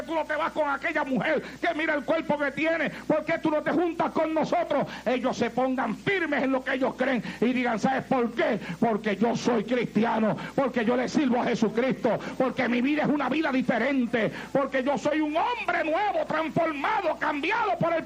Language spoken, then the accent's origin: Spanish; Santa Isabel, Puerto Rico; yo dormía en la plaza pública de mi pueblo, en el pueblo de Santa Isabel, en Puerto Rico.